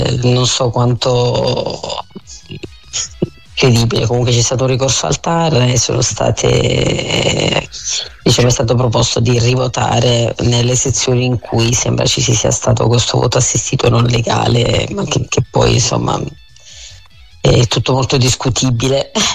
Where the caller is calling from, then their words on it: Lesina, Apulia, Italy; Io sono di Lesina, dove c'è il lago, diciamo, nel cuore nella porta del Gargano. Puglia, Nord Puglia. Il primo paese della Puglia.